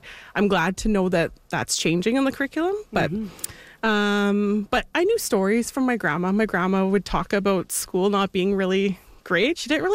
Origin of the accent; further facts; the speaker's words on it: Winnipeg, Manitoba, Canada; my family, we're from Pikishish Cree Nation on Treaty 4 territory, so in Saskatchewan, but I was born and raised in Winnipeg, and I also am Métis, so my mom's side, we also have our communities are also St. Eustache and St. Francis Xavier